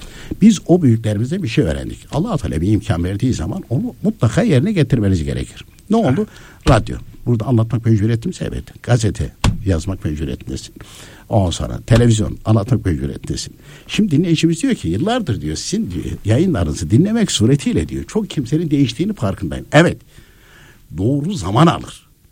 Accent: Konya, Turkey; Konya'da, ben Konyalıyım ya.

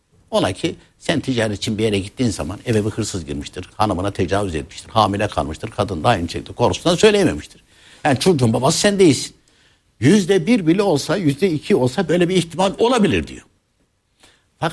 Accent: Konya, Turkey; Ya bir bakıyorsun ki ben de Konyalıyım.

